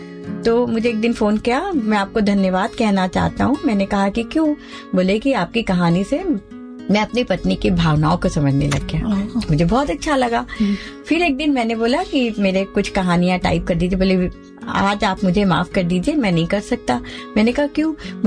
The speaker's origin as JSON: {"language": "Hindi", "town": "Katni", "region": "Madhya Pradesh", "country": "India", "said": "कटनी में पहले मैं मारवाड़ी हूँ, हमारे दादाजी नगर सेठ हुआ करते थे"}